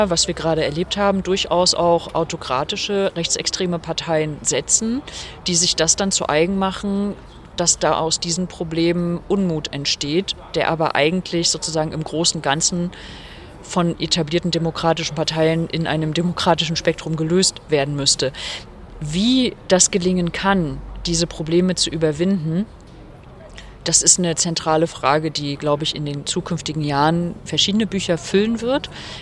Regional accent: Rostock, Mecklenburg-Vorpommern, Germany; weshalb ich aber trotzdem Rostock nach wie vor meine Heimat liebe.

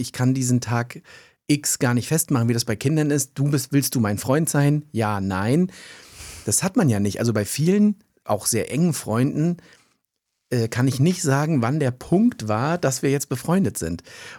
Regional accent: Rostock, Mecklenburg-Vorpommern, Germany; Also wir kommen aus dem gleichen Ort, ne? Wir kommen aus Rostock.

